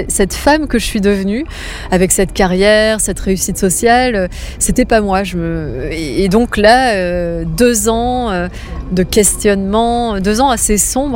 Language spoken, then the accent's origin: French; Hauts-de-France, France; born there; Je suis née en Picardie. C'est très exotique.